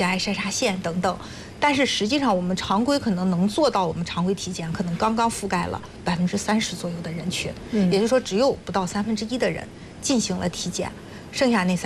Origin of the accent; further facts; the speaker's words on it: China; 我们中国人